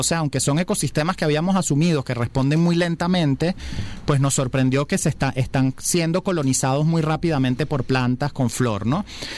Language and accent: Spanish; Venezuela; la mayoría de los venezolanos que visitamos las zonas de alta montaña lo hacemos como turistas.